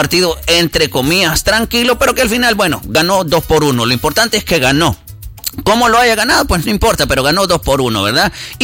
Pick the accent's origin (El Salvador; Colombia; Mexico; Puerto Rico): El Salvador; Como salvadoreños, hoy estamos con los equipos que representan al país, como debe de ser, ¿verdad?